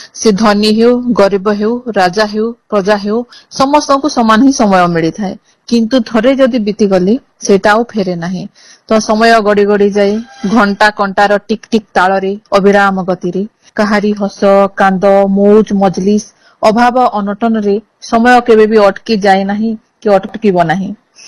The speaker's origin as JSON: {"language": "Odia", "town": "Balangir", "region": "Odisha", "country": "India", "said": "ବଲାଙ୍ଗୀରରୁ।"}